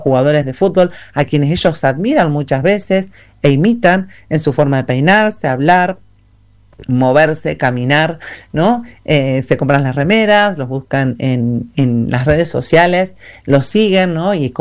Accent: Argentina; podemos hablar sobre el valor de nuestra identidad como argentinos

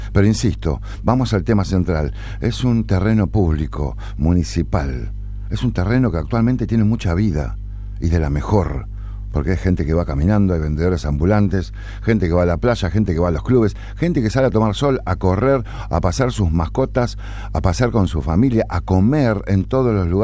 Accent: Rosario, Santa Fe, Argentina; soy ciudadano de Rosario

